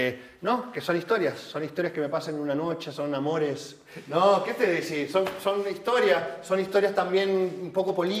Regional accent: Chile; moved away as an adult; now in Berlin, Germany; Y yo soy una generación un poco más nueva de la dictadura en Chile, donde me fui en Chile por eso mismo

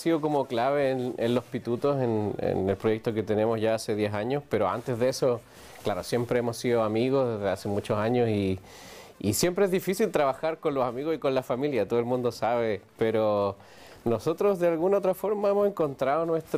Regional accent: Chile; De hecho, los chilenos tenemos más la cumbia villera argentina

